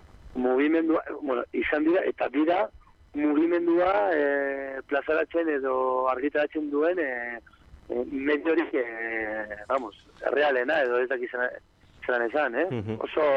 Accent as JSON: {"language": "Basque", "town": "Bilbao", "region": "Basque Country", "country": "Spain", "said": "Bilboko erreka bezala da, kolorea. Osea, ni bilbotarra naiz eta kolore hau ikusten dut, egunero."}